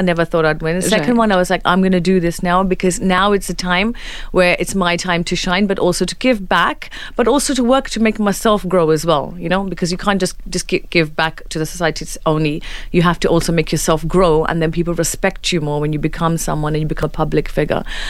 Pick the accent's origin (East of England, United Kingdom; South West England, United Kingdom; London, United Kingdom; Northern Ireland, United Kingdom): London, United Kingdom; moved away as an adult; now in Dubai, United Arab Emirates; I come from a psychology degree. So I'm born and raised in London, mm-hmm. and I have a psychology degree background. I've been living here for, say, over 10 years now.